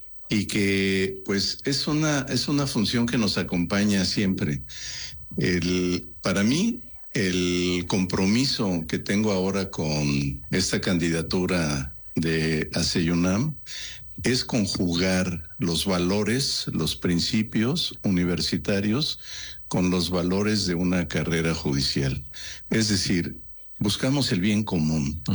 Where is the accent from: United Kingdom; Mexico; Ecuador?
Mexico; Somos todos mexicanos